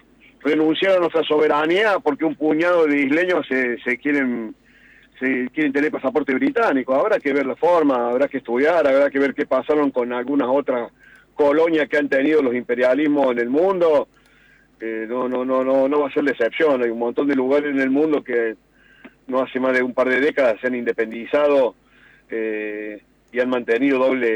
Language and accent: Spanish; Argentina; somos los argentinos bastante...